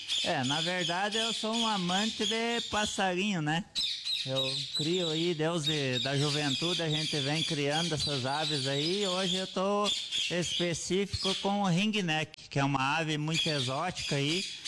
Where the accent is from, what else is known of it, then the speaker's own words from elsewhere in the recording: Ibirapuitã, Rio Grande do Sul, Brazil; born there; now in Soledade, Brazil; eu sou nascido em Birapuitã, né? Meus pais eram de lá, então a gente veio já faz 50 anos que eu moro aqui nessa propriedade que meus pais adquiriram quando vieram de Birapuitã.